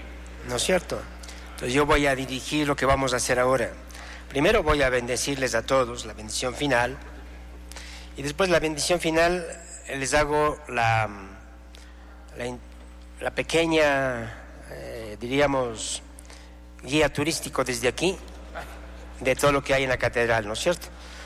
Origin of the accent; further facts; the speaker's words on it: Latacunga, Cotopaxi, Ecuador; Aquí están los nombres de los cinco obispos que somos de la Tacunga.